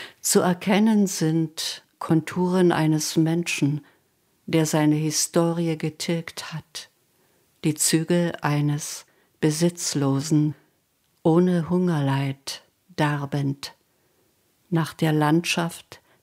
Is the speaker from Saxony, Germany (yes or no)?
yes; Schönau, Saxony, Germany; also born or lived in Zerna; Ich bin in Zerna geboren, aufgewachsen in Schunow-Gonnitze, in Schönau, Kunewitz.